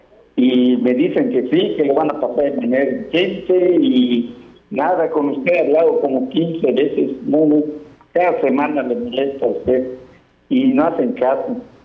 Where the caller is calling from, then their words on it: Yucatán, Mexico; vivimos aquí en la Fidel Velázquez